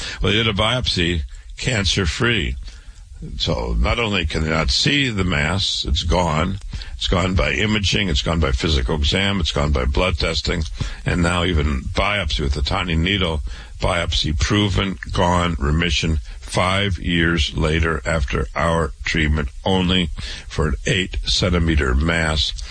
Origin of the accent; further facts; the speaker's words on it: Waterloo, Iowa, United States; born and raised in Waterloo, Iowa.